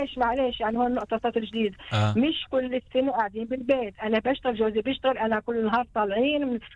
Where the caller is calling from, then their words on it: Tamra, Northern District, Israel; أنا بحكي من الجليل من الشمال من طمرة